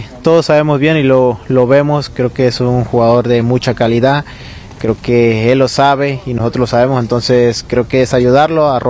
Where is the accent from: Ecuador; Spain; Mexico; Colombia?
Mexico; somos muy pocos mexicanos con ese gran nivel